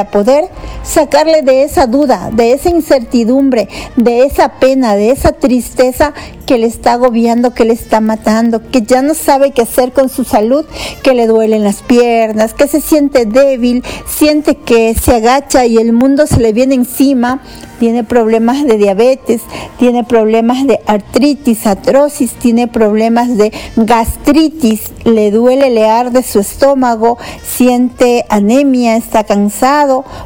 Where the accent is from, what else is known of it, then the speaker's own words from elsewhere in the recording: Ecuador; porque soy ecuatoriana, soy de este bello país del Ecuador, ¿sí? no de exactamente de la ciudad de Azogues, pero sí son 35 años que estamos en Azogues